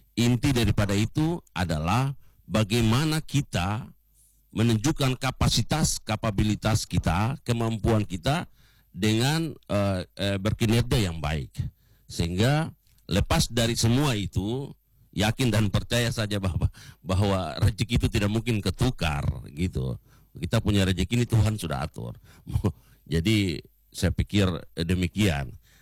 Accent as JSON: {"language": "Indonesian", "region": "Papua", "country": "Indonesia", "said": "terutama kepada kita orang asli Papua."}